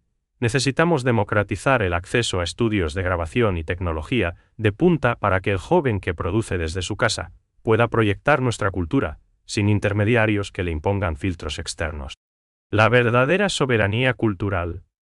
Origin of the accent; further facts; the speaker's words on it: Paraguay; nos define como paraguayos